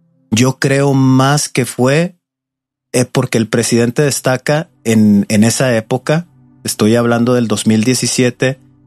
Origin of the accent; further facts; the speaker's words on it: Torreón, Coahuila, Mexico; moved away as an adult; now in Morelia, Mexico; Yo soy de Torreón, Coahuila, y viajamos a Morelia hacia el centro de México.